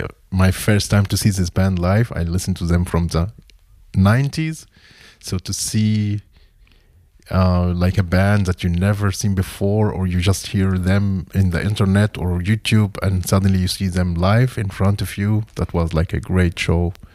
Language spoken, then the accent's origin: English; Cairo, Cairo Governorate, Egypt; English is a second language; moved away as an adult; now in Leipzig, Germany; I come from Cairo, Egypt, and I live in Leipzig since 6 years and a half, something like that.